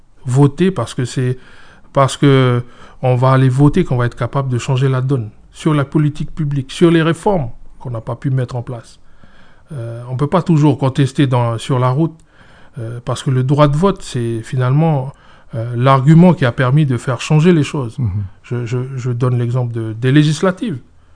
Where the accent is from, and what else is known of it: New Caledonia